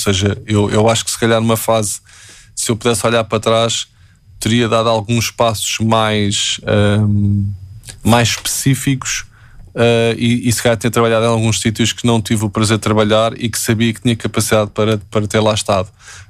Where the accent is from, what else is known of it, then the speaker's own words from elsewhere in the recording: Portugal; quando digo sou português